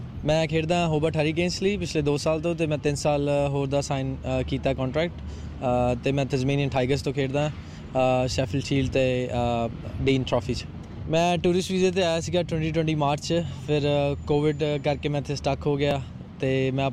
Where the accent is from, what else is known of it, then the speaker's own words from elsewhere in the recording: Ludhiana, Punjab, India; moved away as an adult; now in Hobart, Australia; ਮੈਂ ਲੁਧਿਆਣਾ ਸ਼ਹਿਰ ਹੈ, ਪਿੰਡ ਘੋੜਾ, ਅਤੇ ਓਬਵੀਅਸਲੀ ਪੰਜਾਬ ਦੇ ਹਾਂ।